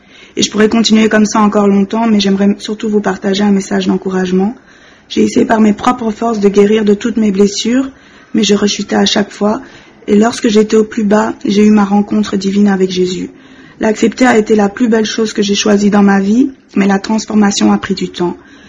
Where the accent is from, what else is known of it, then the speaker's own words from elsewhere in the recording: Brussels, Brussels-Capital Region, Belgium; je viens de Bruxelles